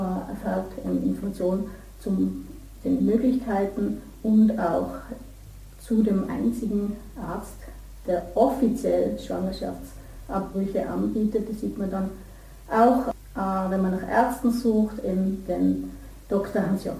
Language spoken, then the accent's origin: German; Tyrol, Austria; Weil es ein sehr stigmatisiertes Klima ist bei uns in Tirol, und sicher nicht nur bei uns, sondern allgemein.